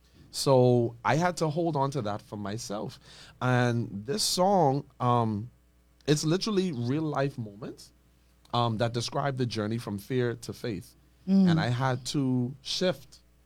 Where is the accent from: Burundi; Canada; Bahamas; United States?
Bahamas; Nassau, New Providence; moved away as an adult; Born and raised in Nassau, Bahamas. Came back home from school to get reacquainted with my island roots.